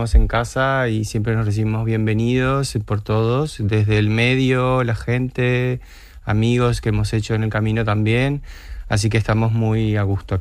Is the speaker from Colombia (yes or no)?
no; Uruguay; Trabajo en moda en Uruguay, en mi país, pero bueno, logré tener una carrera productiva y continua